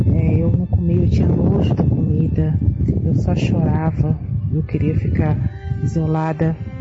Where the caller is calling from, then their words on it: Belo Horizonte, Minas Gerais, Brazil; sou de BH.